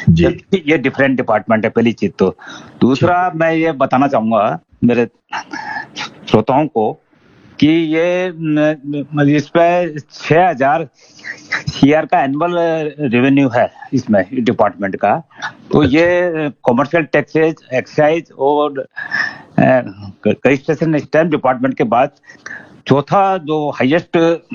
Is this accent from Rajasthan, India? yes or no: yes; Jaipur, Rajasthan, India; also born or lived in Gorir, Jhunjhunu district; मेरा जन्म तो गांव में हुआ, लेकिन क्योंकि पापा एजी ऑफिस में थे तो हम जयपुर शिफ्ट हो गए थे।